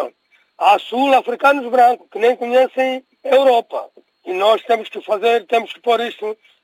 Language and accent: Portuguese; Portugal; Eu, como português